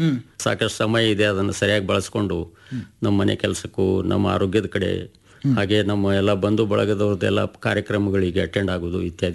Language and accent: Kannada; Kanaji, Karnataka, India; also born or lived in Bidar / Gulbarga; ನಾನು ಬೀದರ್ ಜಿಲ್ಲೆ ಬಾಲ್ಕಿ ತಾಲೂಕಿನ ಕಣಜಿಯನಂತ ಗ್ರಾಮದವನು. ನಾನು ಓದಿದ್ದು ಹೈಸ್ಕೂಲು ಮತ್ತು ಪಿ ಯು ಸಿ ಎಲ್ಲ ಬೀದರ್ನಲ್ಲಿ, ಆಮೇಲೆ ಇಂಜಿನಿಯರಿಂಗು ಗುಲ್ಬರ್ಗದಲ್ಲಿ ಓದಿದ್ದೀನಿ.